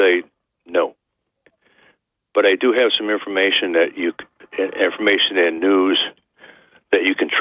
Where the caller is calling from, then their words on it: Binghamton, New York, United States; from the south side of Binghamton.